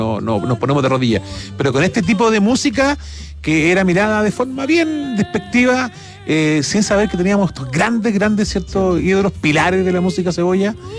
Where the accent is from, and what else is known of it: Chile